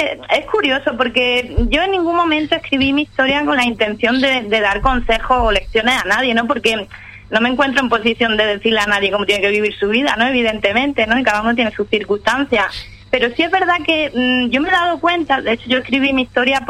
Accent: El Ejido, Andalusia, Spain; also born or lived in Barcelona; Sí, bueno, sí, yo vivo en El Ejido, aunque nací en Barcelona, pero desde los 13 años me he criado en El Ejido, o sea que se me nota por el hablar.

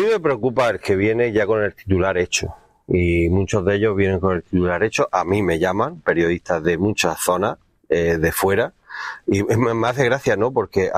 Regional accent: San Isidro, Andalusia, Spain; sabes que yo soy de San Isidro

